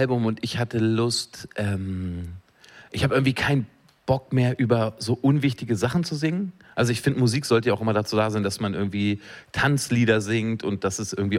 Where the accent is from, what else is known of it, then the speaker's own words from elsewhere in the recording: Braunschweig, Lower Saxony, Germany; also born or lived in Wolfenbüttel; now in Hamburg, Germany; Ich bin ja geboren in Braunschweig. Und lebe aber jetzt seit so langer Zeit in Hamburg.